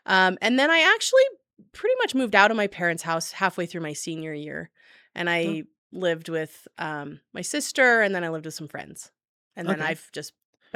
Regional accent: Utah, United States; growing up in Burl, there's not that many opportunities, you know.

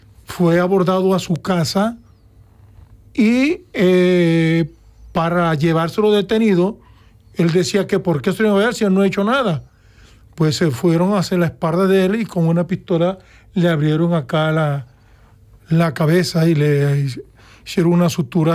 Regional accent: Venezuela; moved away as an adult; now in Toledo, Spain; Huí de mi país porque yo soy oficial de la Fuerza Armada de Venezuela

